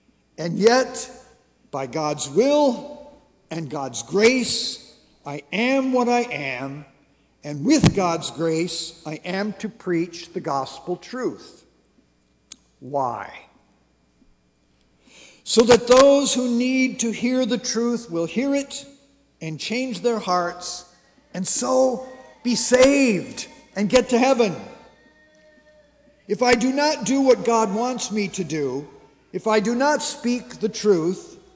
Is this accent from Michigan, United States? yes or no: yes; Pontiac, Michigan, United States; So we were all born and raised in the Pontiac-Waterford area.